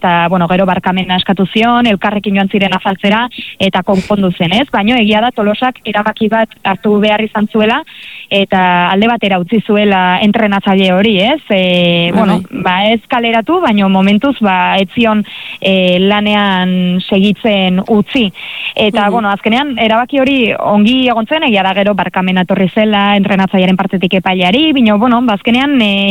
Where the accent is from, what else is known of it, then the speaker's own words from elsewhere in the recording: Lesaka, Navarre, Spain; aspaldiko kontua da, baino nire herrian, Lesakan, oroitzen naiz